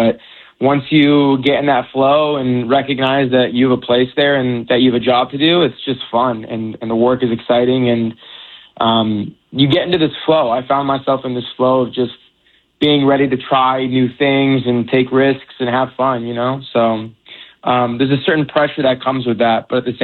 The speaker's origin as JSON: {"language": "English", "country": "United States", "tie": "born there", "first_language": "Persian", "said": "I speak Farsi. I grew up speaking Farsi. My parents are both Iranian, so I was born in America, but they brought me up speaking a language."}